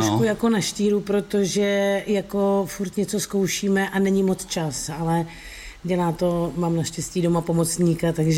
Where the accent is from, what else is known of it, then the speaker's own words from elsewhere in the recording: Moravia, Czechia; pocházím z Moravy